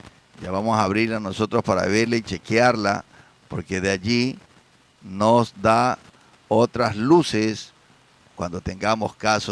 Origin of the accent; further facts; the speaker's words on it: Ecuador; nosotros, como ecuatorianos